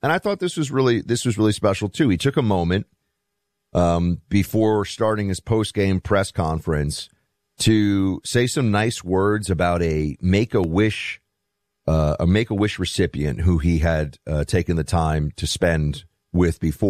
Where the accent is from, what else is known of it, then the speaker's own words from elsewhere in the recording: New York, United States; So I look at this guy, not just as a New Yorker